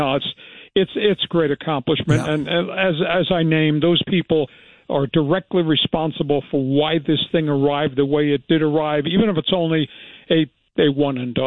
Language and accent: English; Northport, New York, United States; And I was deported from Northport, Long Island.